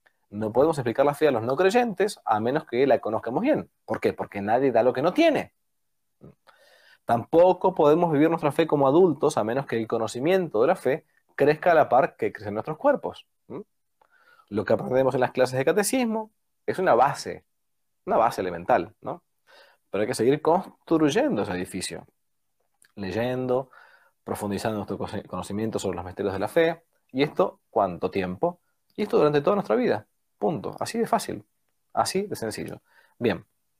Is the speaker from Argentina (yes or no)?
yes; Argentina; en mi país, Argentina.